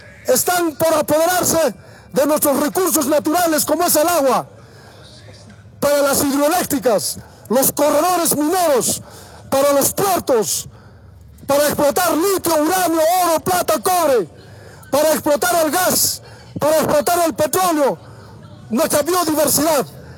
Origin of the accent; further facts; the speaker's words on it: Cusco, Peru; venimos desde la capital del Tahuantinsuyo, del milenario Cusco, Perú